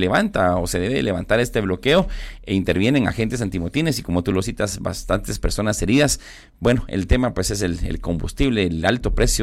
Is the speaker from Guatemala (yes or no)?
yes; Guatemala; somos los guatemaltecos que utilizamos un vehículo para poder movilizarnos